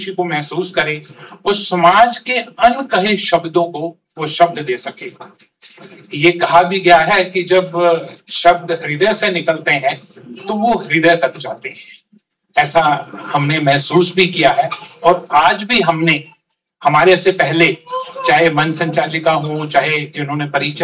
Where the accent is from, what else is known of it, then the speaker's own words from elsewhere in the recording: Jammu and Kashmir, India; now in Ambala, India; मैं कश्मीर में जन्मा हूं और उर्दू मैंने स्कूल में पढ़ी है, हिंदी मैंने घर में पढ़ी है। कई बार मेरा उच्चारण भी हिंदी में गलत होता है